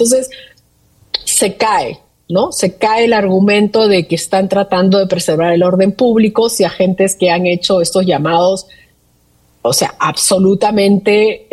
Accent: Peru; moved away; en Perú, aunque siempre tengo un ojo vigilante a mi patria porque puedo estar lejos geográficamente, pero siempre me preocupo por lo que pasa en mi país, no solamente porque tengo familias y amigos, sino porque quiero mi país, porque he nacido y crecido allí

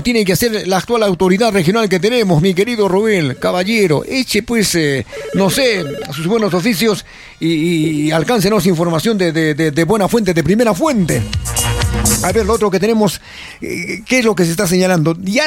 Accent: Arequipa, Peru; nosotros como arequipeños

